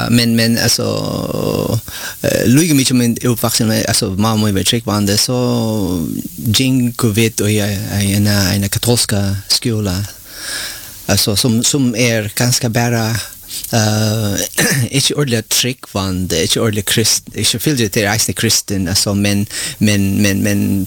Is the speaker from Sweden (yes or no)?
no; Philippines; Swedish is a second language; Ja, jag är filippinsk. Ja, filippinsk är helt annan.